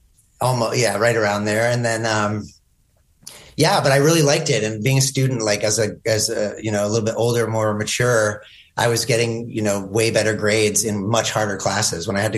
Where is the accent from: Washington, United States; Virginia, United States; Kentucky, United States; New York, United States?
Washington, United States; Seattle; growing up in Seattle in the 90s